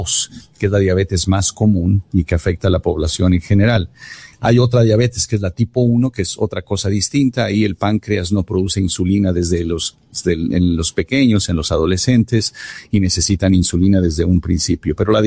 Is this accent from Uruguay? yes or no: no; Mexico City, Mexico; moved away; Hugo Sánchez nació en el barrio donde yo crecí, en Ciudad de México.